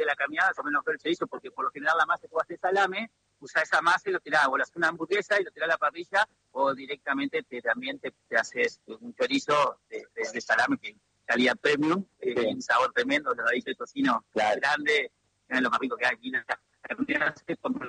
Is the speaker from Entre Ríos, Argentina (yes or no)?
yes; Viale, Entre Ríos, Argentina; born there; yo tengo acá a 50 kilómetros, tengo donde nací en Viales